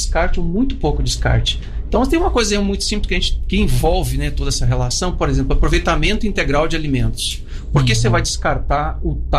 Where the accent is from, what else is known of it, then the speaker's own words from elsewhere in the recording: Rio Grande do Sul, Brazil; now in Goiânia, Brazil; aqui no Centro-Oeste, Goiânia, eu sou do Sul, sou do Rio Grande do Sul, né? Sim. Optei por vir para cá